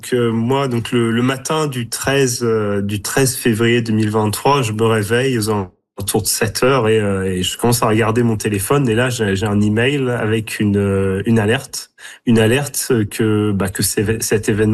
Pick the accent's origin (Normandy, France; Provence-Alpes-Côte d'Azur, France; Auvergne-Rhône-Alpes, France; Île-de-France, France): Normandy, France; moved away; Et là je vois que c'est très proche de là d'où je viens en Normandie.